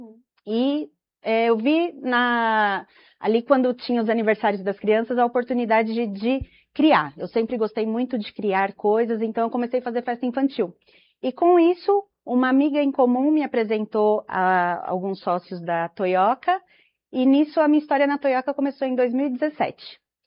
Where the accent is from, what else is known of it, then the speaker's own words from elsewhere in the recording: Guarulhos, São Paulo, Brazil; Bom, eu nasci em Guarulhos, Nasci numa rua onde toda a família morava nessa mesma rua. Então, cresci com os meus primos, vizinhos